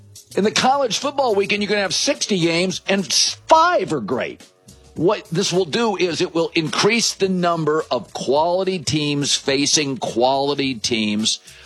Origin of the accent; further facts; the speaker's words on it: West Coast, United States; so I grew up in the West Coast. So I grew up as a Pac-12 fan.